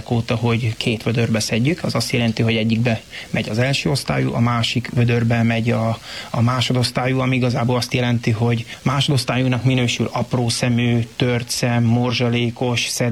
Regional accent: Varsány, Nógrád, Hungary; én úgy nőttem föl, hogy 10-12 éves koromban hajnal 4-kor ébresztettek, hogy menni kell málnát szedni, és nem volt, aki vigyázzon ránk, és nekünk is kellett menni a málnába. Hát akkor még itt Varsány területén hatalmas málnások voltak

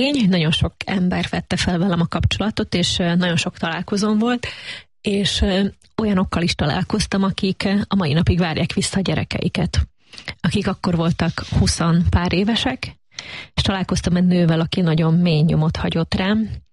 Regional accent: Trnava Region, Slovakia; ez a 90-es évek női áldozatairól szól abban a térségben, ahol én felnőttem.

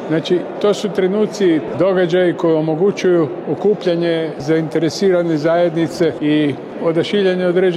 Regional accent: Croatia; Pa naravno, mi kao Hrvati mi to slavimo

